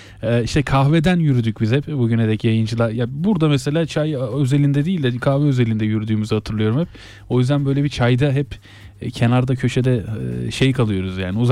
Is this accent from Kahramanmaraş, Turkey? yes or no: yes; Kahramanmaraş, Turkey; Maraş'tan benim memleketimden